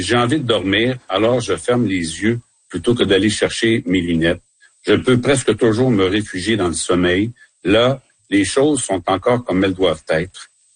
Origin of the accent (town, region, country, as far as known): Quebec, Canada